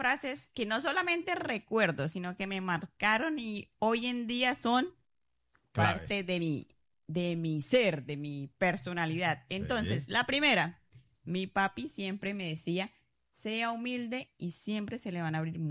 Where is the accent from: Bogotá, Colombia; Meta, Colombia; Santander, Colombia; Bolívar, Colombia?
Santander, Colombia; Y como soy santandereana, entonces en el colegio a uno siempre le repetían, siempre adelante, ni un paso atrás